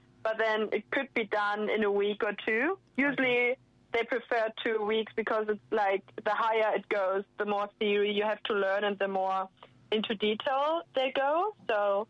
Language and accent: English; Lower Saxony, Germany; English is a second language; Like, I am from Lower Saxony.